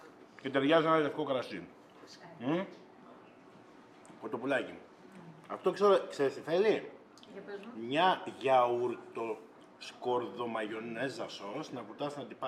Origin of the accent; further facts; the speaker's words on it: Farsala, Thessaly, Greece; Μια αιωλή που λέμε στο χωριό μου.